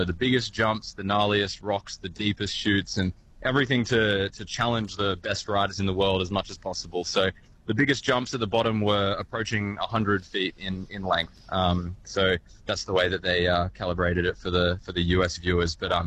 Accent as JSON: {"language": "English", "town": "Bonville", "region": "New South Wales", "country": "Australia", "tie": "born or raised there", "said": "So I grew up in Bonville, went to Bonville Primary School and Taormina High School, so yeah, truly local, and it wasn't until I was in 2022 I started going away."}